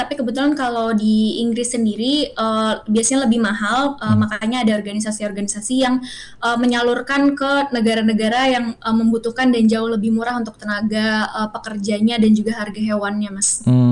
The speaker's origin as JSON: {"language": "Indonesian", "region": "Jakarta", "country": "Indonesia", "tie": "born or raised there", "also_born_or_lived": "East Java", "said": "Saya dari Jawa Timur, tapi kebetulan sudah tinggal di Jakarta dari kecil, Mas."}